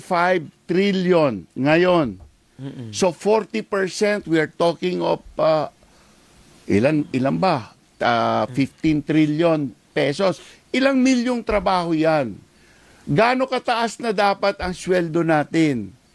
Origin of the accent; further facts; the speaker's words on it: Ilocos Region, Philippines; taga Pangasinan po ako, ang layo-layo sa Bataan.